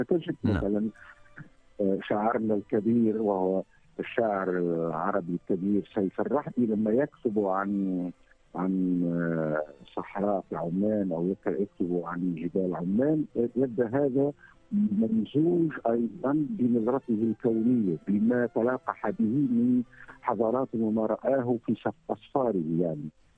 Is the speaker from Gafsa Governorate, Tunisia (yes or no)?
yes; Gafsa, Gafsa Governorate, Tunisia; وأنا ابن الجنوب التونسي بمدينة قفصة، و ومدينة دفة أساساً، دفة حتى نقول، وهي مدينة عريقة